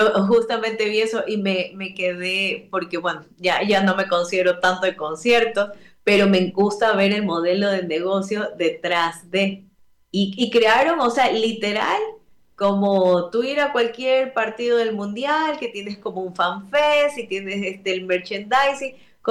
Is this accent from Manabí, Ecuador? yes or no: yes; Manta, Manabí, Ecuador; mi tierra, de Manabí, de Manta